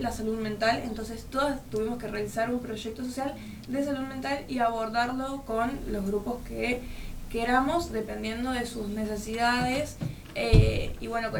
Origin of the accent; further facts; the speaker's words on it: Reconquista, Santa Fe, Argentina; moved away as an adult; now in Buenos Aires, Argentina; yo tengo 19 años, soy de Reconquista y estuve participando en este certamen que se realizó en Tucumán. Actualmente igual vivo en Buenos Aires, pero sí estoy acá representando a Santa Fe, digamos. No represento a Buenos Aires, sino a Santa Fe. Entonces voy y vengo a Reconquista para mi preparación.